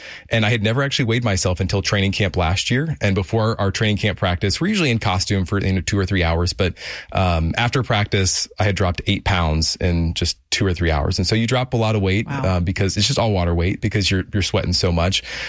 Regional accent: Kansas City, Missouri, United States; I'm born and raised in Kansas City, and the mascot for the Chiefs actually came to my elementary school when I was young.

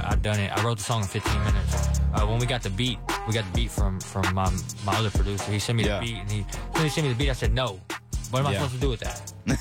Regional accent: Lexington, Kentucky, United States; I'm from Lexington, Kentucky.

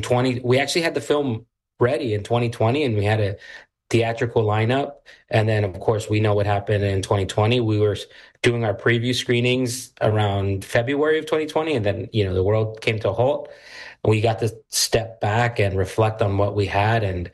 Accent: Houston, Texas, United States; the story reflects the culture that we have in Houston. I grew up on the East End

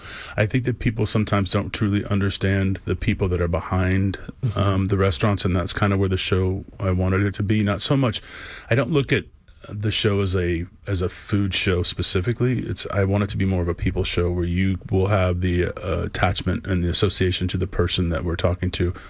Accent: Tulsa, Oklahoma, United States; I grew up in Tulsa and was at Tulsa Junior College

